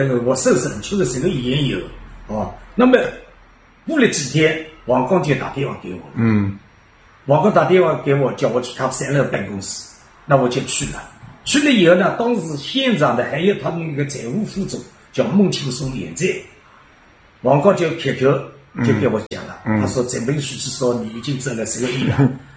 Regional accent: Zhejiang, China; 尤其我们浙江人，号称浙商

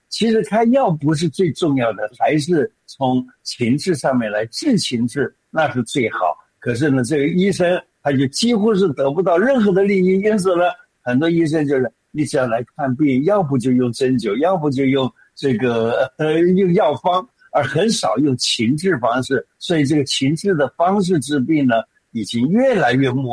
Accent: Taiwan; 现在像我们在台湾

